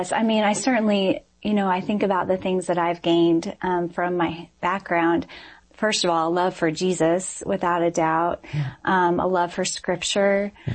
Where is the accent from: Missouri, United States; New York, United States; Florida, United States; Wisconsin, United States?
Missouri, United States; Springfield; I grew up in Springfield, Missouri.